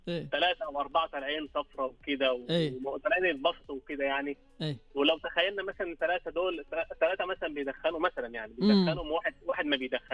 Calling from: Dubai, United Arab Emirates; من معك بكلاس من دبي.

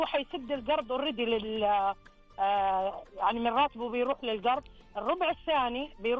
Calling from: Mecca, Makkah Province, Saudi Arabia

